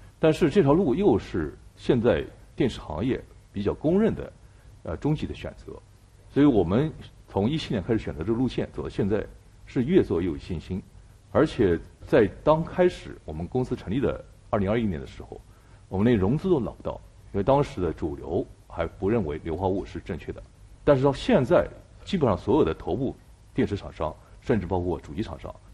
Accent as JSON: {"language": "Chinese", "country": "China"}